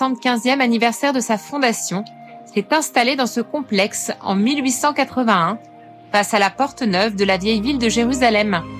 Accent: Myanmar; French is a second language; moved away; Je viens du Myanmar et je suis arrivée ici il y a presque 11 ans.

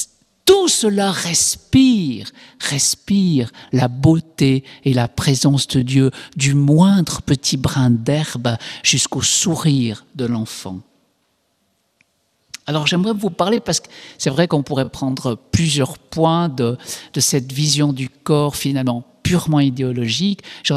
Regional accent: Switzerland; vous savez qu'en Suisse, comme je suis suisse, hein, il est permis de faire appel à un service assisté

